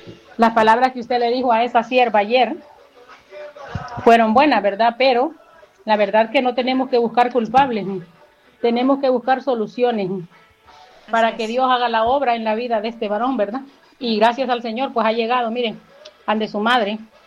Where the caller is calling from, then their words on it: Navarre, Spain; de Navarra, España